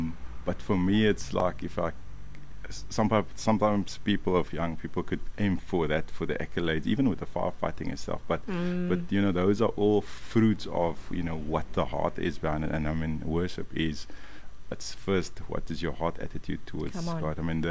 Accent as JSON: {"language": "English", "town": "Cape Town", "region": "Western Cape", "country": "South Africa", "said": "And then I'm originally from Atlantis in Cape Town. So we have like a cultural thing like called the Christmas bands."}